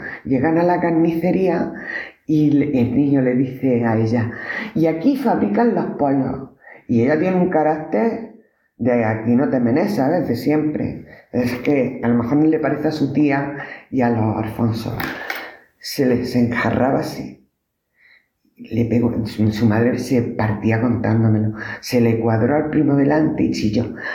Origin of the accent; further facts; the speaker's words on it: Huesca, Aragon, Spain; now in Granada, Spain; Y yo ya como llevo 7 años, luego ya soy de Granada. No, nunca seré de Huesca.